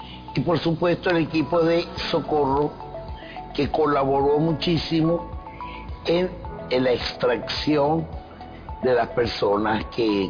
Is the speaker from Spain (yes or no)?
no; Venezuela; como venezolana que soy